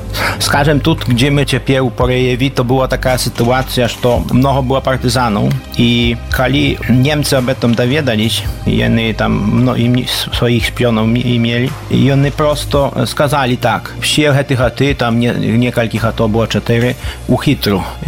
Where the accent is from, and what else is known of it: Podlaskie Voivodeship, Poland